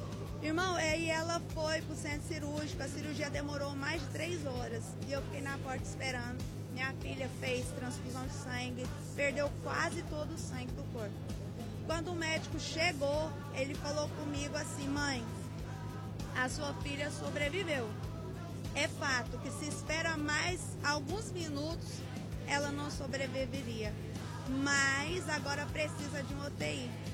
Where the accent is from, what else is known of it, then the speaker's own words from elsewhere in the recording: Cumari, Goiás, Brazil; Cumari, Goiás.